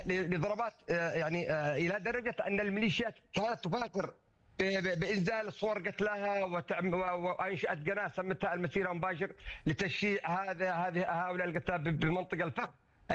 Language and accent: Arabic; Yemen; كيمني وكرجل عسكري